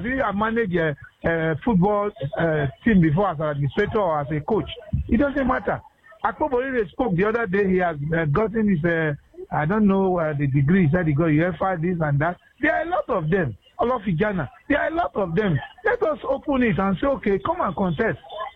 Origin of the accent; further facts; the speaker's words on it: Nigeria